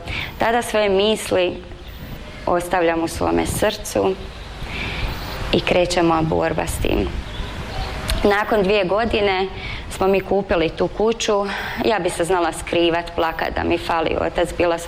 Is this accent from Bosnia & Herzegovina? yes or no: no; Slavonski Brod, Brod-Posavina County, Croatia; born there; also born or lived in Slobodnica; kod nas u Slavonskom Brodu